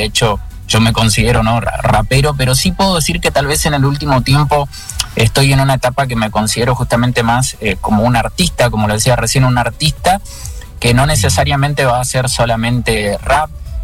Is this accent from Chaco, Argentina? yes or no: yes; Presidencia Roque Sáenz Peña, Chaco, Argentina; moved away as an adult; now in Villa Ángela, Argentina; Yo soy chaqueño, nací en Sáenz Peña, viví casi toda mi vida en Sáenz Peña. Ahora hace algunos años que vivo en Villa Ángela, Chaco.